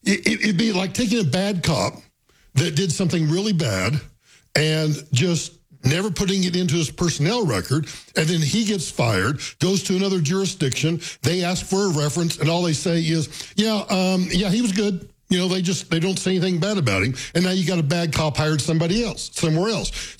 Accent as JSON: {"language": "English", "area": "Texas County", "region": "Oklahoma", "country": "United States", "tie": "born or raised there", "moved": "yes", "said": "down in my hometown, down in it's Texas County, Oklahoma, which is the county that I grew up in Oklahoma."}